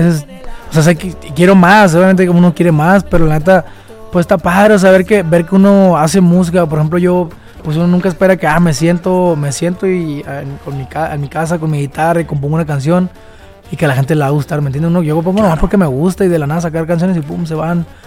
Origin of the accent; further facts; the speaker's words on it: Mexicali, Baja California, Mexico; now in Guadalajara, Mexico; Soy de Mexicali, pero vivo aquí hace 5 años, ¿no?